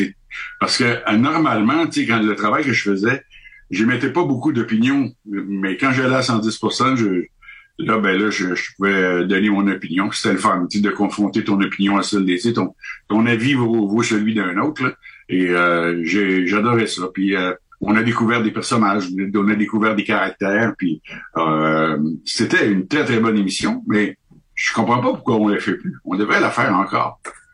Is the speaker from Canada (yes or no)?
yes; Canada; moi, je suis du Canada, je suis ici de passage